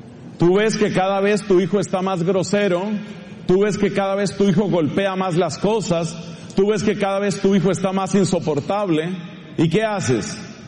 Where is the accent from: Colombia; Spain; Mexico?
Colombia; now in Ireland; Y yo, como colombiano, le tengo mucho cariño al plátano, y me estaba haciendo falta porque los irlandeses no comen plátano, no saben de eso.